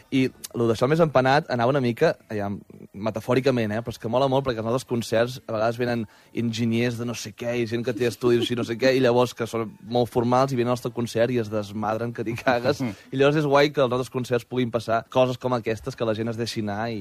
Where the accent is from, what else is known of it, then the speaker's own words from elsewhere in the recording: Torelló, Catalonia, Spain; al cap i a la fi és un disco que parla de nosaltres, que som quatre amics de Torelló